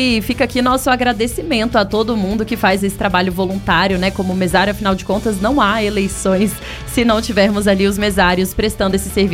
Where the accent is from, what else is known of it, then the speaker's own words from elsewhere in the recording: Brasília, Federal District, Brazil; nós que somos aqui de Brasília